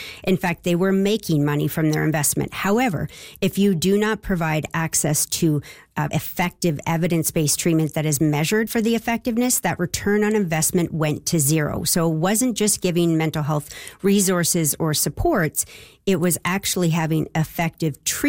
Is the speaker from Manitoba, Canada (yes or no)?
no; British Columbia, Canada; I'm from British Columbia and trained in the U.S. and came back here 11 years ago